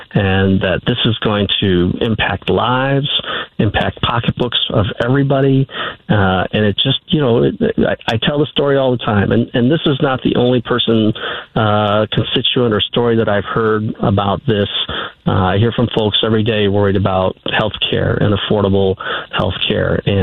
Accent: Detroit, Michigan, United States; born there; now in Kalamazoo, United States; I was born in Detroit, Michigan, and Kalamazoo is where I live, halfway in between those two on a straight east to west line

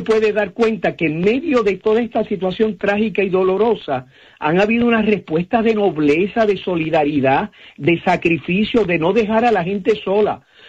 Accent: Puerto Rico

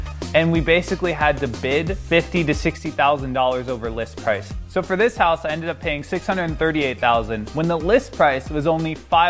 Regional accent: Rootstown, Ohio, United States; also born or lived in Akron, Ohio; I grew up in Ohio in a little suburb called Rootstown. My mom and my dad were there for about 6 years of my life.

